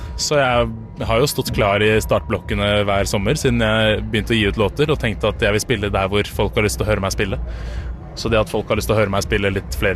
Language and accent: Norwegian; Sandefjord, Vestfold, Norway; jeg kommer fra Sandefjord